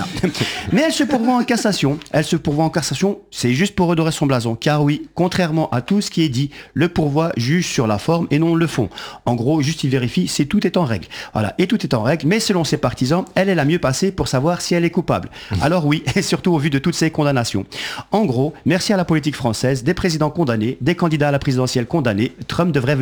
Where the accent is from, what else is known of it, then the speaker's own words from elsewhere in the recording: Belgium; Je vous rassure, nous aussi, en tant que Belges, on n'y comprend rien.